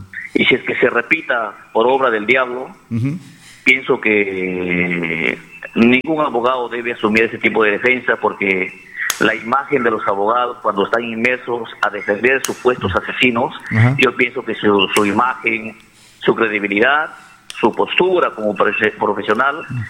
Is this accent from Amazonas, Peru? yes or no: yes; Bagua Grande, Amazonas, Peru; en Bagua Grande, en mi tierra, en mi pueblo